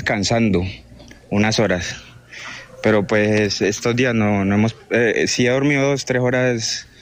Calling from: Cali, Valle del Cauca, Colombia; soy rescatista de la Defensa Civil y estoy ubicado en Cali en este momento.

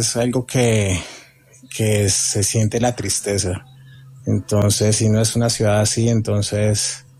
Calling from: Bogotá, Colombia

